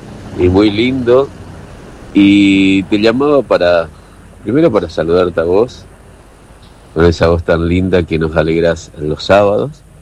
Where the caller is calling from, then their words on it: Resistencia, Chaco, Argentina; de Resistencia